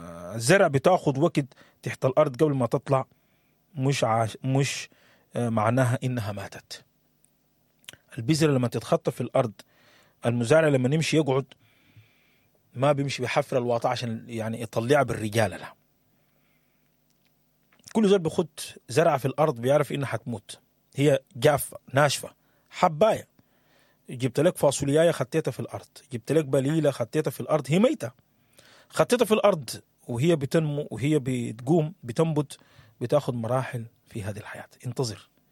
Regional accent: Sudan; moved away; لنا كسودانيين

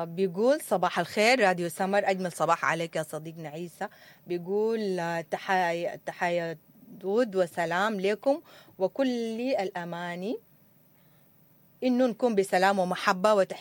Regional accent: Sudan; عارفين بلدنا السودان إنه يعوم فيها الخير والأمان والاستقرار وإنه نرجع لمكاننا وبلادنا وحلالنا وبيوتنا

